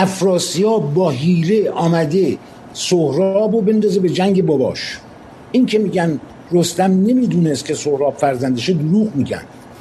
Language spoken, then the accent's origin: Persian; Iran; این جنگ علیه کشور خودم باشه، وطنم باشه